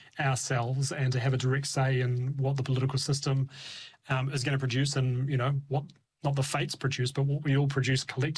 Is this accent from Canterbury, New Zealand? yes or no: yes; Christchurch, Canterbury, New Zealand; growing up in Christchurch